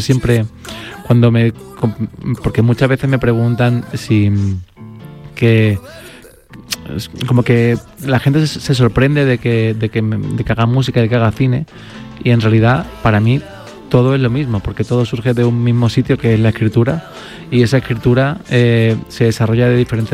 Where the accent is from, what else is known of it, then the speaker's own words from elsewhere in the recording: Seville, Andalusia, Spain; now in Madrid, Spain; sevillano